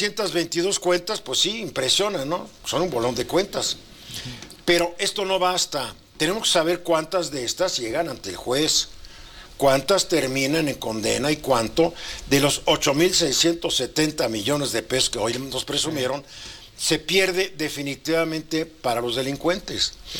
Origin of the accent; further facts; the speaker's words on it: Mexico; yo tengo como mexicano